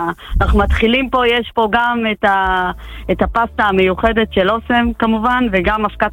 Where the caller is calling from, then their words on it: Petah Tikva, Central District, Israel; פתח תקווה.